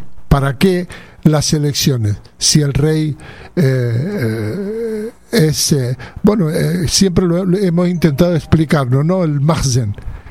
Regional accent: Western Sahara; now in Canary Islands, Spain; yo personalmente, como soy saharaui y viví la marcha negra o la marcha verde

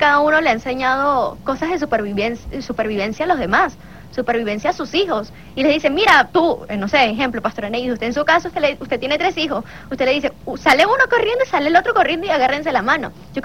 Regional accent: Venezuela; que como venezolanos hemos atravesado

